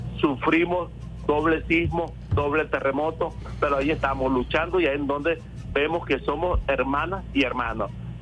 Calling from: Ye'kuana territory, Venezuela; del pueblo Yecuana.

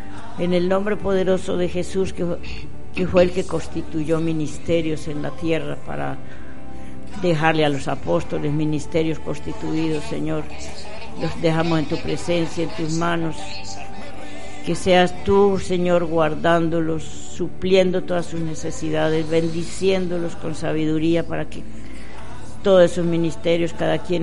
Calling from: Venezuela

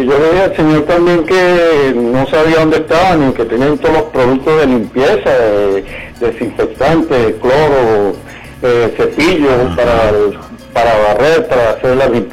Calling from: San Cristóbal, Táchira, Venezuela; Aquí de San Cristóbal.

